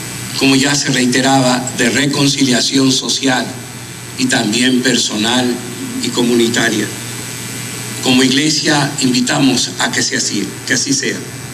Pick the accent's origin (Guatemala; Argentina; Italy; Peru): Peru